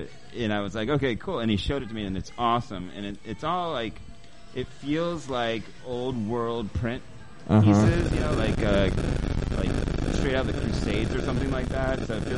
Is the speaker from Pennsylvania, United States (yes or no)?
no; Florida, United States; moved away as an adult; now in Portland, United States; No. I came from Florida in the 90s.